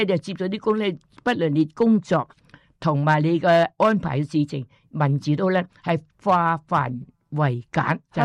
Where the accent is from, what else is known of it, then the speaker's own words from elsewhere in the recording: Hong Kong; 因为我喺香港长大咧，系读书系繁体字噶嘛。